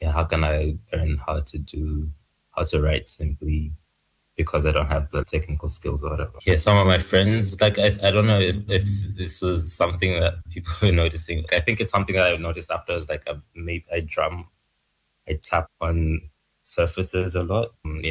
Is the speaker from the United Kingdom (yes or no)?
no; Malawi; moved away as an adult; also born or lived in Zambia; Yeah, I grew up in Malawi.